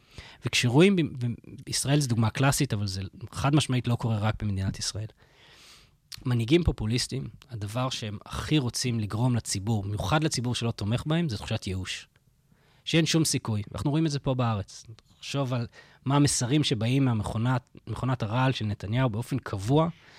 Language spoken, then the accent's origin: Hebrew; England, United Kingdom; now in Israel; באנגליה, שם גדלתי, והייתי שם